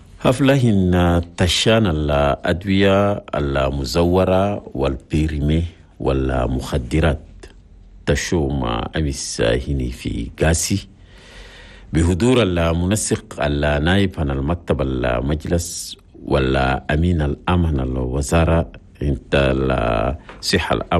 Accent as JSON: {"language": "Arabic", "country": "Chad", "said": "في بلدنا تشاد."}